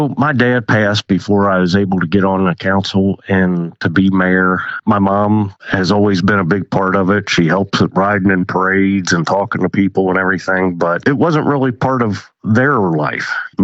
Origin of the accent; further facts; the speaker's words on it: Harrison, United States; I was born and raised in Harrison. Spent my whole life pretty much running around the streets of Harrison, except for the time I went to college, and for 3 years I did missionary work.